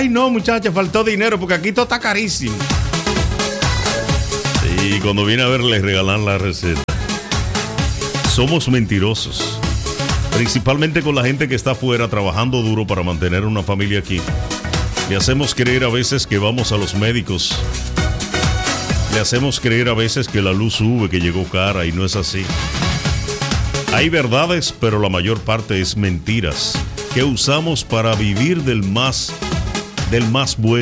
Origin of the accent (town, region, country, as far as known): Dominican Republic